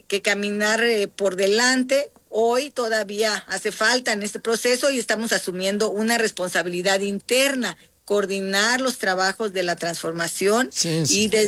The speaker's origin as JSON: {"language": "Spanish", "region": "Guerrero", "country": "Mexico", "said": "yo soy emanada o soy del pueblo afromexicana, soy costeña"}